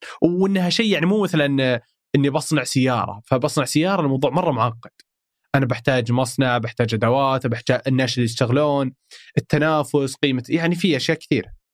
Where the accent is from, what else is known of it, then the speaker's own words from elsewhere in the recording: Saudi Arabia; أتصور أنه كذا مثلا عندنا في الخليج استهلاك المحتوى شيء مو طبيعي، وكثير ناس تحب تستهلك محتوى. 8 أفلام في السعودية أحس أنه رقم صدق مو بجيد